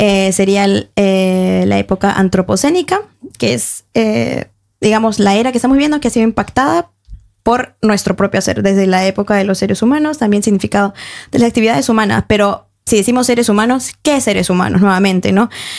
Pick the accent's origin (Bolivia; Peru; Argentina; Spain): Peru; now in Norway; yo, una migrante peruana, teniendo un micrófono en la sociedad noruega